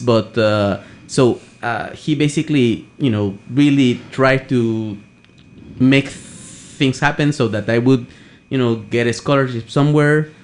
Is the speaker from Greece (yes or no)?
no; Guatemala; moved away as an adult; now in New York, United States; I am from Guatemala. I was born there in 1974.